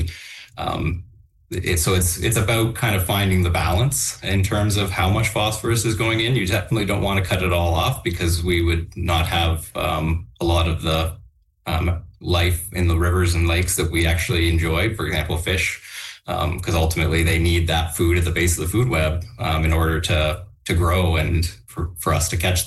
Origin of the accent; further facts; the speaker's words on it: Ontario, Canada; I had the opportunity growing up in Southern Ontario to spend a lot of time around water